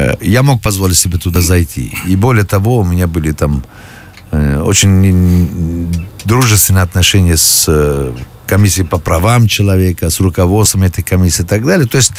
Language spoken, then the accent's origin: Russian; Afghanistan; born or raised there; now in Russia